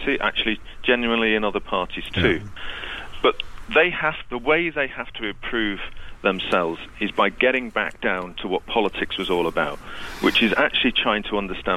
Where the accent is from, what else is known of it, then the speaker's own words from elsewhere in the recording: Manchester, North West England, United Kingdom; I'm a Mancunian.